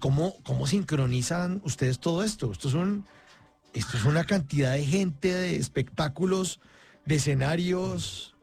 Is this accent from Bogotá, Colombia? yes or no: yes; Bogotá, Colombia; yo que como buen bogotano soy para bailar solo un palo de madera.